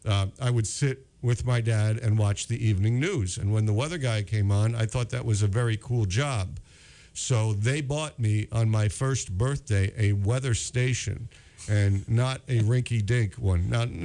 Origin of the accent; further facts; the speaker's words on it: New York, United States; also born or lived in New Jersey; And I grew up in New York and New Jersey. We didn't have that much snow out there.